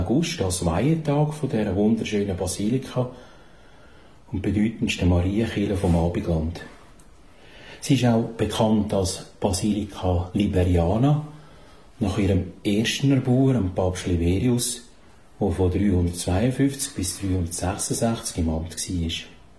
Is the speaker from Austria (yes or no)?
no; Switzerland; Zum einen liegt Maria zum Schnee auf Rigi Klösterli gar nicht so weit weg von meinem Heimatdorf Alchwil